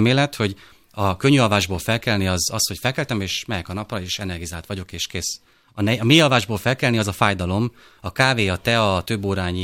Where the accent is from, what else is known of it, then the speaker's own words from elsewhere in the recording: Szabolcs-Szatmár-Bereg, Hungary; én Szabolcsi vagyok